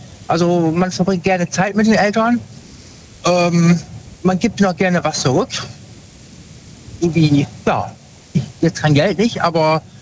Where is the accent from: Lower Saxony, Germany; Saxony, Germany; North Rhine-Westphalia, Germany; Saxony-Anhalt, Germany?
North Rhine-Westphalia, Germany; Cologne; Aus dem Raum Köln.